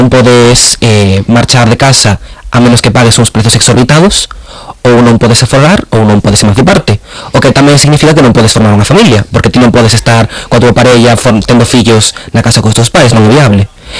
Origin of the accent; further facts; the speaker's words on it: A Coruña, Galicia, Spain; eu son coruñés, e, por exemplo, meus pais, a primeira vez que se mudaron, foi un piso de protección oficial